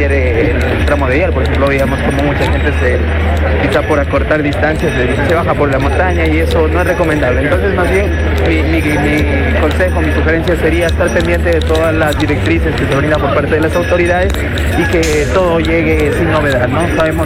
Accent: Loja, Ecuador; yo soy de Loja

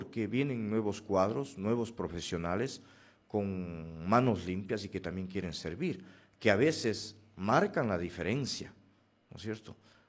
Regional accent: Morona Santiago, Ecuador; soy de Morona Santiago, siento orgullo de ser de mi tierra y aquí estoy, aquí está un hijo de Morona Santiago

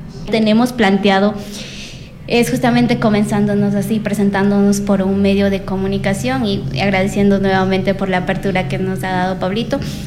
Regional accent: Punín, Chimborazo, Ecuador; llevando atrás lo que es mi tierra, Punín, más allá del apellido que yo tenga, siempre llevando en alto, uno, el idioma, dos, la identidad y sobre todo la vestimenta, de dónde soy. Yo soy Punín

